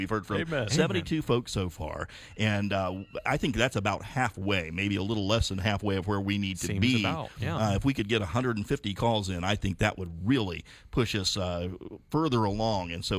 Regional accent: Savannah, Georgia, United States; We've also heard from Savannah, Georgia, my hometown

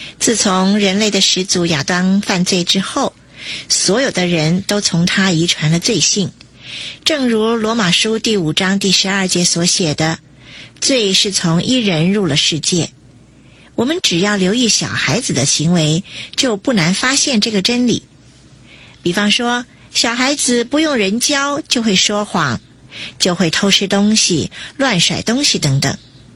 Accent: China

